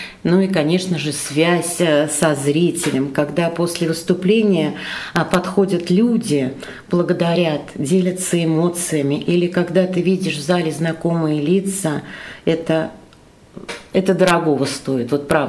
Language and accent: Russian; Ostashkov, Tver Oblast, Russia; now in Svyatoye, Russia; Да, конечно, все детство мое прошло в Осташкове